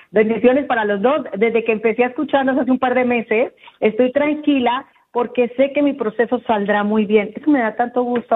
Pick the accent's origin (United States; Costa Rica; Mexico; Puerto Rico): Mexico; México, México.